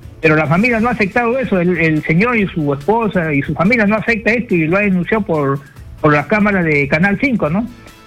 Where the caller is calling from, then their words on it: Lima, Peru; de acá del distrito de San Juan de Miraflores